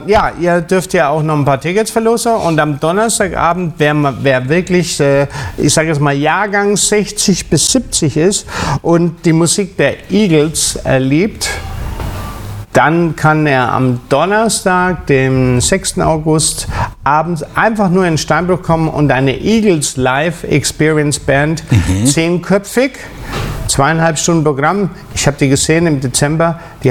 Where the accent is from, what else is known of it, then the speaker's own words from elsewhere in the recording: Creglingen, Baden-Württemberg, Germany; aus Kreglinger im Taubertal, wo ich herkomme, ursprünglich.